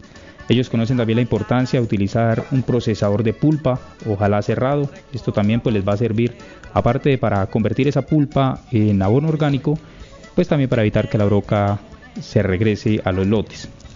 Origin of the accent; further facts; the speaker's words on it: Sucre, Santander, Colombia; now in Charalá, Colombia; Bueno, yo soy santandereano, de un municipio de pronto poco escuchado, hacia el sur de Santander, exactamente el municipio de Sucre, de un corregimiento que se llama La Granja.